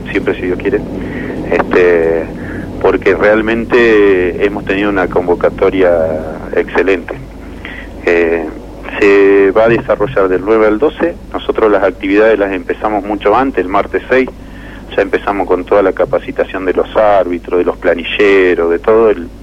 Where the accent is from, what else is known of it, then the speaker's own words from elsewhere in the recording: General Roca, Río Negro, Argentina; soy de Roca, ¿no? Soy de acá.